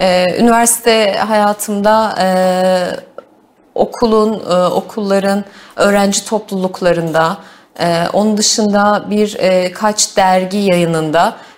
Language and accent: Turkish; Kayseri, Turkey; also born or lived in Sivas; 1989 Kayseri doğumluyum. İlk orta ve lise öğrenimimi Kayseri'de tamamladım.